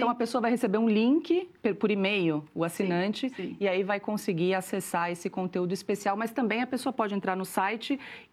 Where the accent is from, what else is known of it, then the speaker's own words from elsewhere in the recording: Santa Catarina, Brazil; Eu sou catarinense com muito orgulho.